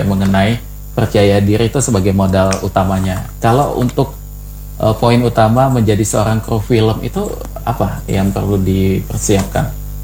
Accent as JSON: {"language": "Indonesian", "town": "Palembang", "region": "South Sumatra", "country": "Indonesia", "said": "sebagai orang Palembang, sebagai orang Sumsel"}